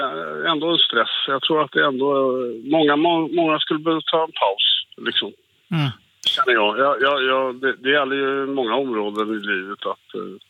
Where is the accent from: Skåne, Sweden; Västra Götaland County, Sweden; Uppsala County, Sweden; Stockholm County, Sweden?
Stockholm County, Sweden; Stockholm; now in Västervik, Sweden; Jag är själv från Stockholm.